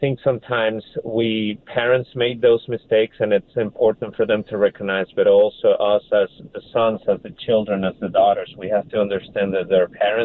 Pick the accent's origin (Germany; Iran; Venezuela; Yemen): Venezuela; moved away as an adult; now in United States; I was born in Venezuela, and I was there until I was 18.